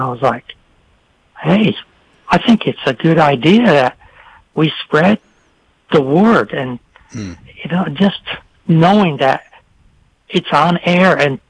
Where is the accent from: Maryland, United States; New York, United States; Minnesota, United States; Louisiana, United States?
New York, United States; Mooers; born there; first language French; English is a second language